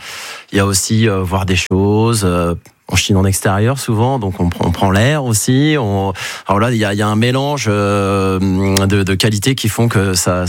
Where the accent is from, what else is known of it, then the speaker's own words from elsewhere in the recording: Beaumont-sur-Sarthe, Pays de la Loire, France; moved away; also born or lived in Le Mans / Piacé; je suis né au Mans et je suis originaire de Beaumont-sur-Sarthe, justement là où se trouveront les portes ouvertes. J'ai grandi entre Beaumont-sur-Sarthe et Piacé, où mon père avait un magasin d'antiquités.